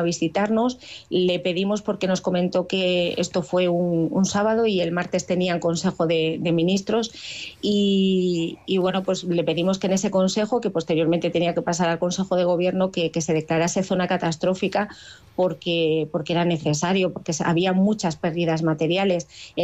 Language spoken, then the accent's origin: Spanish; Villar de Plasencia, Extremadura, Spain; soy de Villar de Plasencia